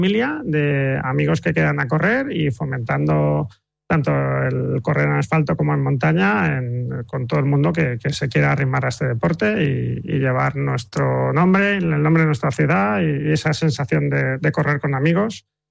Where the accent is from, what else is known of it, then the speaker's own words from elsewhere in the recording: Elche, Valencian Community, Spain; donde vayamos queremos que la gente sepa que somos de Elche.